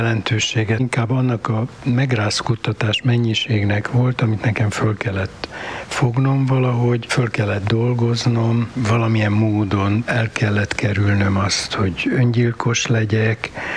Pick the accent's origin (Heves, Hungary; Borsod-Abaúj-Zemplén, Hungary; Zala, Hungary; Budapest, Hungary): Budapest, Hungary; moved away as an adult; now in Gombosszeg, Hungary; Ez a szülővárosom, és úgy 68 táján elmehetnékem volt. Aztán néhány évre visszajöttem, visszakényszerültem